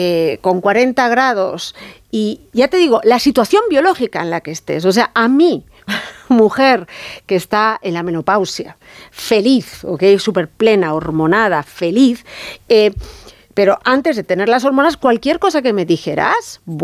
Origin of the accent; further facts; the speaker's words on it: Madrid, Community of Madrid, Spain; Yo me acuerdo, yo soy madrileña, y me acuerdo cuando me quería ir a Inglaterra a estudiar.